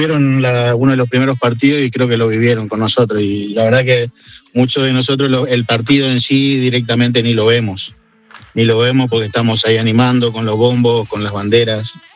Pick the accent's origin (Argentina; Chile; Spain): Argentina; moved away; somos un poco intensos los argentinos